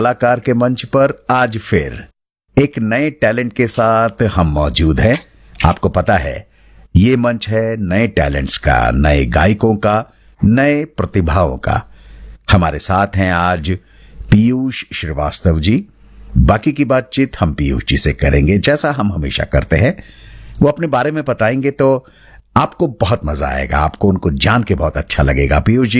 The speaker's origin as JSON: {"language": "Hindi", "town": "Kanpur", "region": "Uttar Pradesh", "country": "India", "tie": "born there", "said": "मैं भी कानपुर का ही निवासी हूं। मेरा जन्म भी कानपुर में हुआ।"}